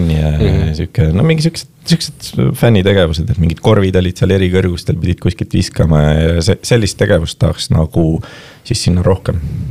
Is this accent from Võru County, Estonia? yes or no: no; Kilingi-Nõmme, Pärnu County, Estonia; no ma olen sellisest kohast pärit nagu Kilingi-Nõmme , see on siis väike Pärnumaa linn